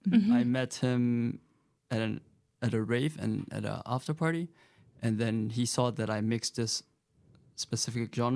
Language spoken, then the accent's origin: English; Myanmar; moved away; I grew up in Myanmar, so mm-hmm. I always tell people I'm from Myanmar.